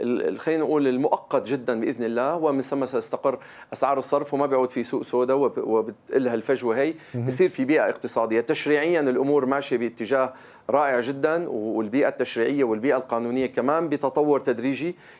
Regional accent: Syria; بعد إزالة جميع القيود وجميع العقوبات عن بلدنا سوريا

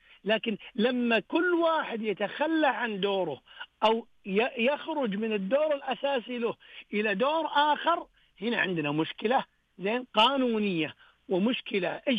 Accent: Saudi Arabia; عندنا في المملكة العربية السعودية

